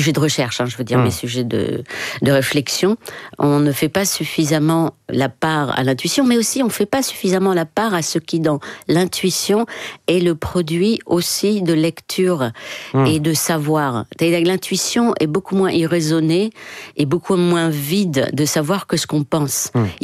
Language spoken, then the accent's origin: French; Morocco; Oui, je décris ce sentiment quand j'étais enfant au Maroc.